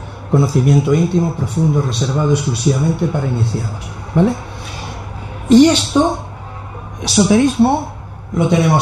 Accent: Catalonia, Spain; Yo soy catalán, conozco Cataluña, o pensaba que conocía Cataluña.

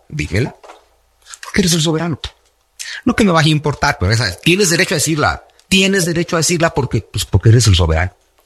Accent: Mexico; no somos europeos. O sea, somos mexicanos, somos un poquito europeo y un poquito de lo de acá

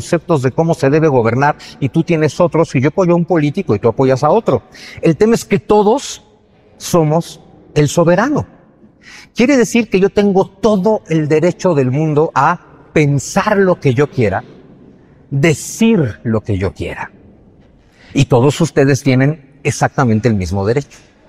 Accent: Mexico; Todos los que habitamos México somos el pueblo mexicano. 128 millones de mexicanos que habitamos este país y como 30 millones de mexicanos que están fuera de él, todos juntos somos el pueblo mexicano

